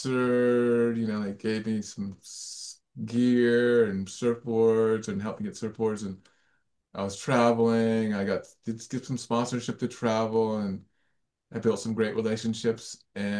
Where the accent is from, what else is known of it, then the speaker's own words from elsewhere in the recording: Virginia Beach, Virginia, United States; now in Hawaii, United States; that I grew up surfing with in Virginia Beach.